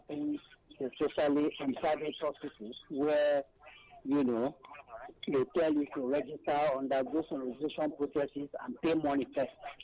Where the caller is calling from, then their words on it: Abaranje, Ikotun, Lagos, Nigeria; I'm calling from Abaraje, Ikoton.